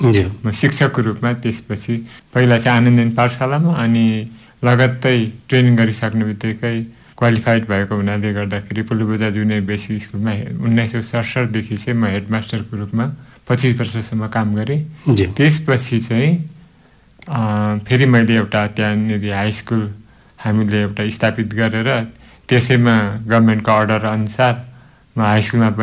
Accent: West Bengal, India; मेरो जन्म चामुङ कमान गोठगाउँमा भएको हो, 1944 साल, र मेरो शिक्षा त्यहीँबाट, त्यहाँको कोठी गाउँमा भएको सरकारी स्कुलमा मेरो प्राथमिक शिक्षा सुरु भयो।

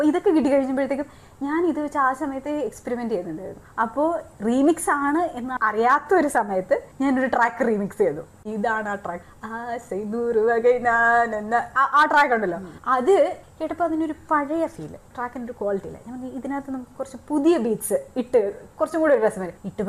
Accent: Dubai, United Arab Emirates; ഞാൻ ദുബായിലാണ് പഠിച്ചതും വളർന്നതൊക്കെ.

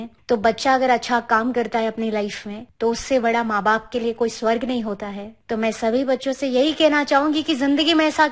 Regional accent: Madhya Pradesh, India; मतलब मैं उस जगह से आती हूँ, तो मैं बहुत बड़ी आभारी ऊपर वाले की भी कि मैं भारत के दिल से आई हूँ।

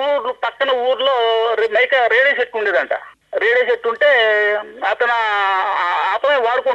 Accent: Andhra Pradesh, India; నేను మచిలీపట్నం నుంచి

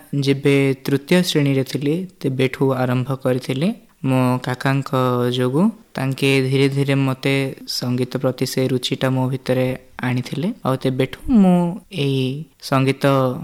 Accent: Bhawanipatna, Odisha, India; ମୁଁ ଭବାନୀପାଟଣାର ଜଣେ ବାସିନ୍ଦା, ଆଉ ମୁଁ ଏବେ Gandhi institute of engineering and technology ଗୁଣପୁରରେ BTech କରୁଛି।

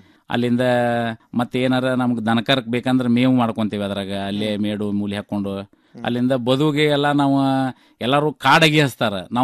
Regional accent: Karnataka, India; ನಮ್ಮ ಊರ್ಲಿಂದ, ನಾವು ಬೆಲವಂತರಿಂದ ನಾವು ಇಬ್ರು ಹೋಗಿದ್ವಿ.

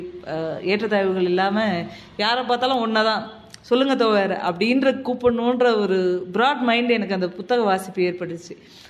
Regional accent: Kanchipuram, Tamil Nadu, India; born there; moved away as an adult; also born or lived in Cuddalore / Vellore; now in Nilgiris, India; எனக்கு எப்படி என்னோட பிறந்த ஊர் என்னால் மறக்க முடியாதோ, என்னால் காஞ்சிபுரத்தை எப்பவுமே விட்டு கொடுக்க முடியாது.

